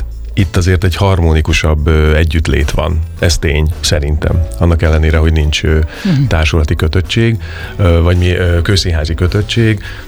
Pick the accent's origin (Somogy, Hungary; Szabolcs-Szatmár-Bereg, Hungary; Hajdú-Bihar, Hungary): Hajdú-Bihar, Hungary; Debrecen; moved away as an adult; én debreceni vagyok